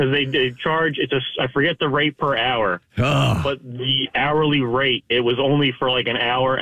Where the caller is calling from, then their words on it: New Jersey, United States; I live in South Jersey